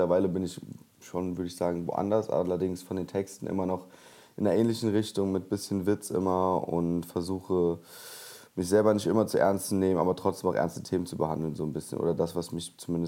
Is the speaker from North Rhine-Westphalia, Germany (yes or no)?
yes; North Rhine-Westphalia, Germany; ich bin aus dem Ruhrgebiet in NRW.